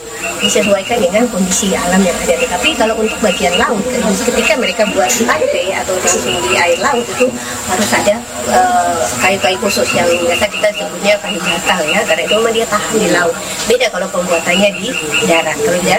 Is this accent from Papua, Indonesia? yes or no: yes; Biak, Papua, Indonesia; Dan itu kalau kami dari Biak itu kadang yang masih menjadi salah satu yang kental itu adalah kepercayaan kepada leluhur-leluhur kami.